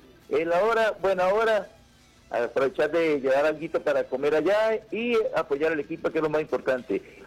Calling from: San Cristóbal, Táchira, Venezuela; De aquí, de la Concordia.

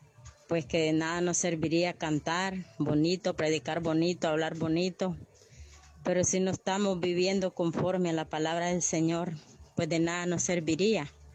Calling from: Jamalteca, Comayagua, Honduras; nuevamente de Jamalteca.

